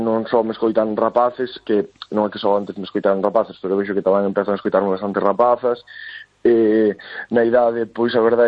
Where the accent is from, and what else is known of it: Galicia, Spain